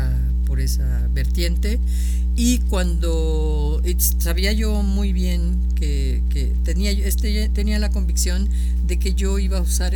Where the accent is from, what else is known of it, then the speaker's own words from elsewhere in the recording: Yucatán, Mexico; now in Mexico City, Mexico; Dicen que yo soy una artista que siempre dice que soy yucateca. Ajá, ajá. Y siempre me ponen ese mote de que yo presumo que soy yucateca, porque sí, para mí es mucho orgullo ser yucateca.